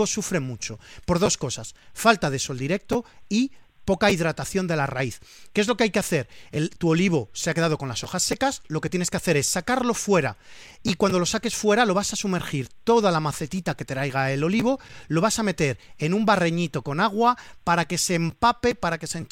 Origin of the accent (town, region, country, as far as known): Valencian Community, Spain